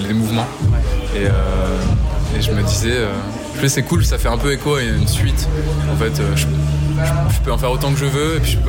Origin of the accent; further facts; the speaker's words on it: Rouen, Normandy, France; Dans ma ville natale à Rouen.